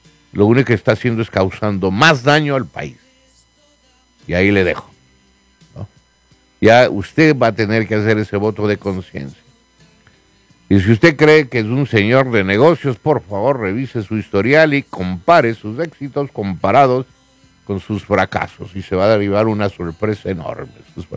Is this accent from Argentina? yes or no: no; United States; en esta nación, ¿no? El consejo es que somos estadounidenses.